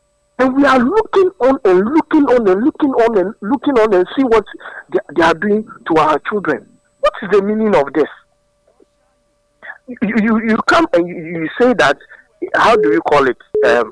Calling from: Tema, Greater Accra, Ghana; Yes, I'm calling from Tema.

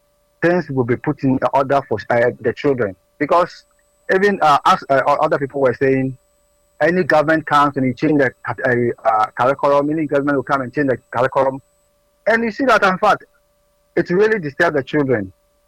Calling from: Takoradi, Western Region, Ghana; from Takoradi.

